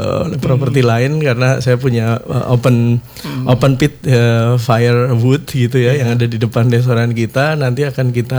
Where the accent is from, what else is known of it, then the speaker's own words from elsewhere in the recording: Semarang, Central Java, Indonesia; now in Lombok, Indonesia; Saya Jawa Tengah, saya Semarang.